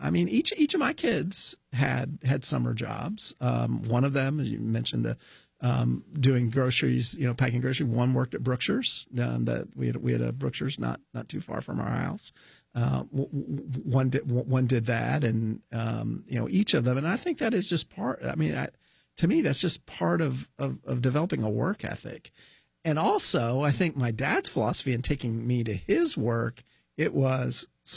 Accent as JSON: {"language": "English", "region": "Scotland", "country": "United Kingdom", "said": "I'm not going to defend the French. I'm Scottish. I just declared my allegiance."}